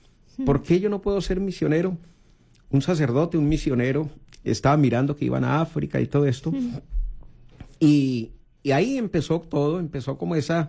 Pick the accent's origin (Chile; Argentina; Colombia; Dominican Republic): Colombia; Bogotá, Bogotá Capital District; Soy sacerdote marianista colombiano de Bogotá y muy contento de estar aquí en Radio María.